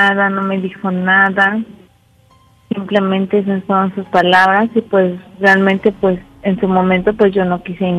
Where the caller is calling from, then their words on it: Mexico City, Mexico; Tengo 30 años y soy de Iztapalapa.